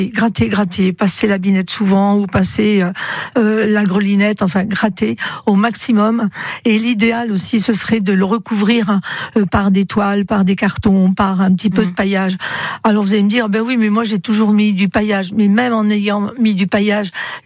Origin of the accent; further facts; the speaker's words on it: Centre-Val de Loire, France; chez nous en Touraine